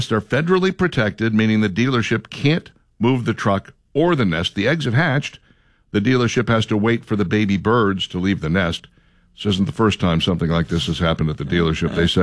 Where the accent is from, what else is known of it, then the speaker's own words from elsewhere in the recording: the South, United States; I'm from the South